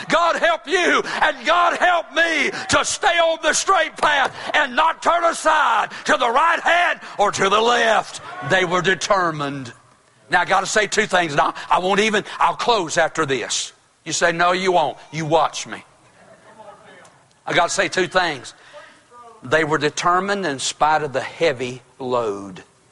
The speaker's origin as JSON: {"language": "English", "town": "Toast", "region": "North Carolina", "country": "United States", "tie": "born or raised there", "lives_now": "Tobaccoville, United States", "said": "I'm from North Carolina. I'm from Toast, North Carolina. Surrey County, North Carolina. I live in a place called Tobaccoville. You ever heard of Tobaccoville? I live in a place by the name of Tobaccoville, North Carolina. I was born and raised in Toast, North Carolina."}